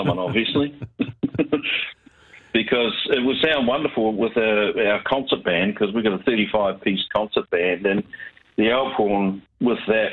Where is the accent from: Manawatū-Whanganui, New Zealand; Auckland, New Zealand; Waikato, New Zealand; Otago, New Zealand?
Otago, New Zealand; Dunedin; moved away; I've planned a holiday for the end of the year in November to go down to my hometown, Dunedin